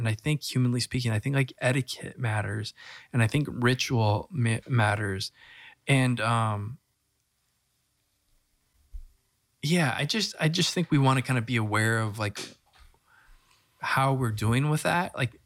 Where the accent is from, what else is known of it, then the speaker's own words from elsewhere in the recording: California, United States; I'm from Southern California, where there's a high sort of emphasis on being cool